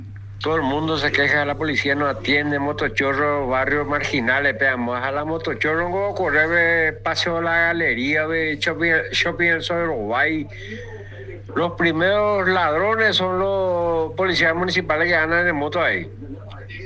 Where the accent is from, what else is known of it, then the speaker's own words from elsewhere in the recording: Asunción, Paraguay; born there; moved away; Aunque yo no soy de Asunción, nací en Asunción, pero me radiqué a otro lado.